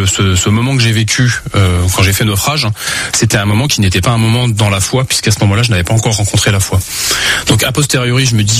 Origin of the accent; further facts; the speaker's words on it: Pays de la Loire, France; now in Vannes, France; dans le Maine-et-Loire, là où j'ai grandi, où mes parents avaient encore leur maison à cette époque-là.